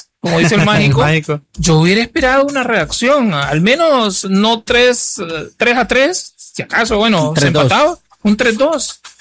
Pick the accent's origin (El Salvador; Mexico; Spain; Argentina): El Salvador; como salvadoreño uno siente ese resultado